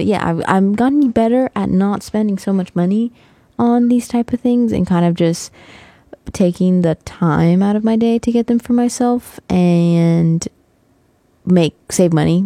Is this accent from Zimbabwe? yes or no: no; Texas, United States; moved away; I'm from West Texas, so falls are beautiful and summers are summers and winters are not super cold. The harsh cold really doesn't exist where I'm from